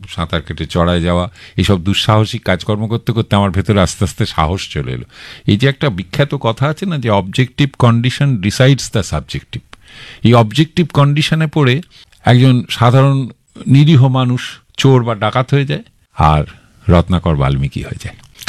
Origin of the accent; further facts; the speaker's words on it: Bhatpara, West Bengal, India; moved away as an adult; now in Kolkata, India; ওই যে ভাটপাড়ায় থেকে আমি বড় হয়েছি, আমার মা ছিলেন, কাকা ছিলেন, তাদের কাছেই বড় হয়েছি আমি, আমার পরিবারও ওখানে